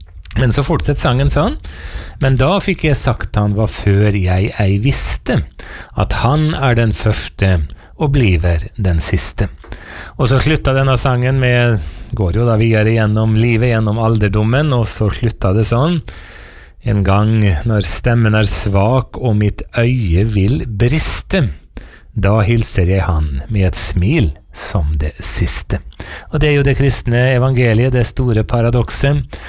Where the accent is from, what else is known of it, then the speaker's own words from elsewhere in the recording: Eide, Møre og Romsdal, Norway; nå skal jeg forflytte meg hjem til bedehuset hjemme på Eide på Nordmøre, hvor jeg vokste opp